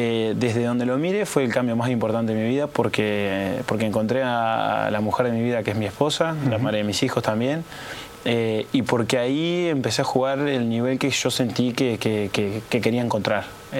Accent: Montevideo, Uruguay; moved away as an adult; also born or lived in Sweden; Pueblo Nuevo, ahí, Mercado Modelo, atrás de la placita de Platense.

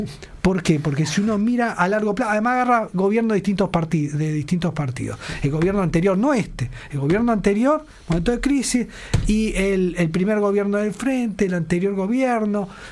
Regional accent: Uruguay; los uruguayos

